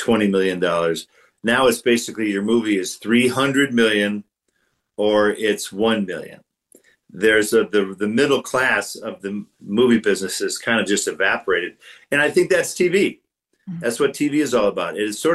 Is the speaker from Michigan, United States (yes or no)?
yes; Detroit, Michigan, United States; I'm from the Detroit area.